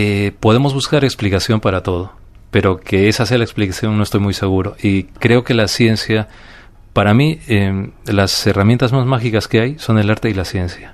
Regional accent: Peru; now in Madrid, Spain; al ser peruano, siempre lo llevaba por el terreno de la risa

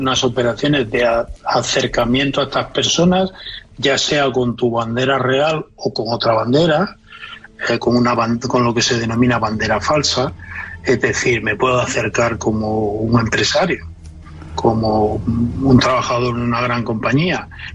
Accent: Galicia, Spain

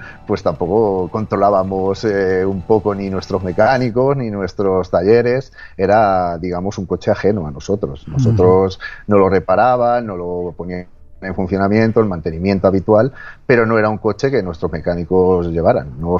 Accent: Alcázar de San Juan, Castilla-La Mancha, Spain; Hace unos días estuvo aquí en Alcázar de San Juan, en la ciudad donde yo presto servicio y de donde soy

